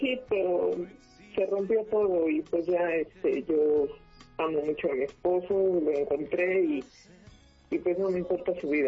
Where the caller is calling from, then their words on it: Mexico City, Mexico; De aquí, de la alcaldía de Benito Juárez